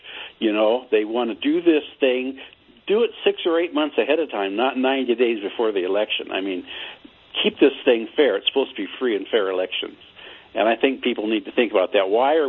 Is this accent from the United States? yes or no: yes; Hawaii, United States; I'm the other guy from Hawaii.